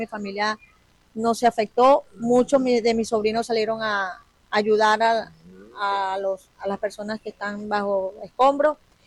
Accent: Venezuela; moved away as an adult; now in Ecuador; Le cuento que yo salí de Venezuela no tanto por situación país, sí lo puedo decir con toda dignidad. Salí más que todo es a visitar a mi nieta que vivía aquí. Y me quedé.

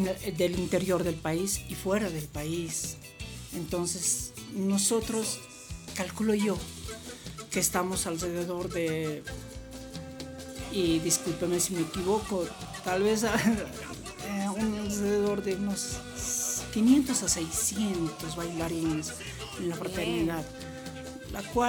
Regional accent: Bolivia; Disfrutemos como bolivianos

